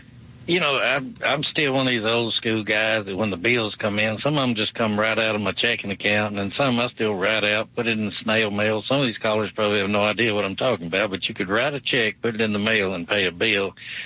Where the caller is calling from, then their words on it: Alabama, United States; here in Alabama, we got Kay Ivey